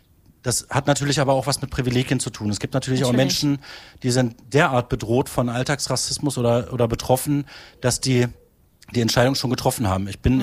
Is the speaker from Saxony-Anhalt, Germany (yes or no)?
yes; Halberstadt, Saxony-Anhalt, Germany; Halberstadt ist meine Heimat, ich bin hier aufgewachsen. Ich kenne hier fast jeden Winkel.